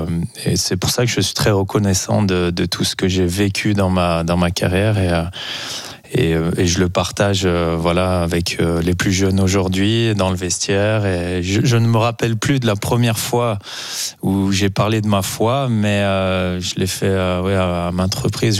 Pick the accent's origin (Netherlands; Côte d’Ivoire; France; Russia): France; Auvergne-Rhône-Alpes; Frauges, donc, là où j'ai grandi, voilà, 38.